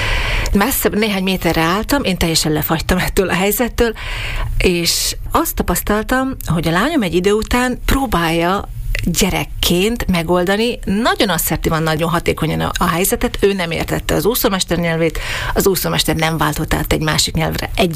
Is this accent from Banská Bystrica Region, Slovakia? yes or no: no; Komárno, Nitra Region, Slovakia; moved away as an adult; now in Vienna, Austria; Én Révkomáromból származom, a férjem is ott született, és már fiatal házasokként vándoroltunk ki kvázi Bécsben